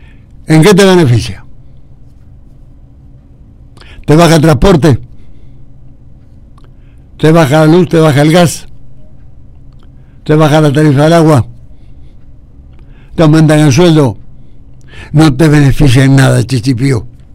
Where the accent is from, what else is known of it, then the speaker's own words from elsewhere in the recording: Argentina; ¿Por eso soy menos argentino que vos? No.